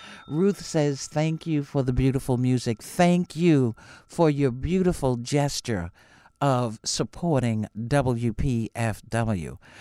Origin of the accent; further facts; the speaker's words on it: New York, United States; me being a New Yorker and living just a few steps from Broadway